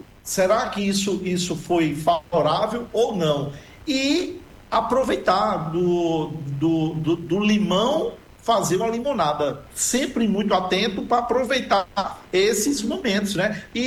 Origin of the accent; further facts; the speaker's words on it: North and Northeast, Brazil; de todos nós que somos do Norte e Nordeste.